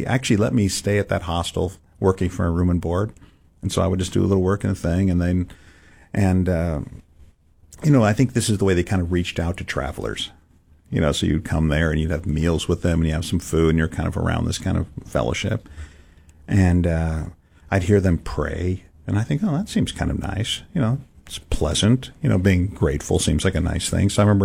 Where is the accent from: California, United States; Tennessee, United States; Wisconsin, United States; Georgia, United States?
California, United States; San Francisco; I'm growing up in San Francisco, so it's not like you're not in the middle of church culture. I didn't know a kid who went to church.